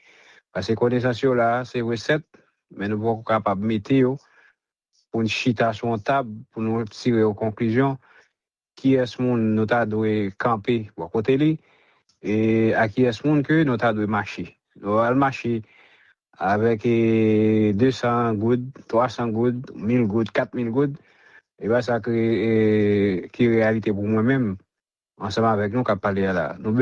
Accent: Haiti

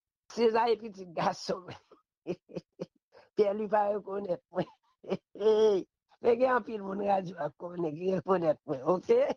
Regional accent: Haiti; Donc, moi-même, je voulais nous être ensemble en tant qu'Haïtien

